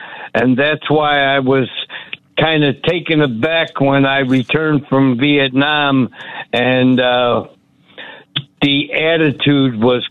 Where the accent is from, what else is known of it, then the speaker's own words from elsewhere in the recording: Illinois, United States; Well, I remember as a kid growing up in St. Sabina Parish, watching the parades down 79th Street